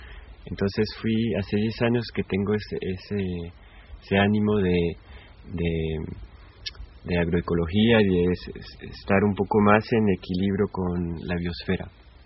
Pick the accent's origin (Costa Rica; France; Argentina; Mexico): France; Spanish is a second language; Estamos aquí en Francia. Soy francés y habito en Francia. Puedo ver las montañas de los Alpes.